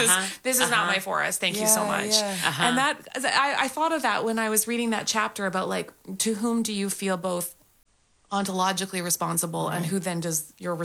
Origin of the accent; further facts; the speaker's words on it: Canada; Like, I remember the first time I was introduced to American evangelicalism as a Canadian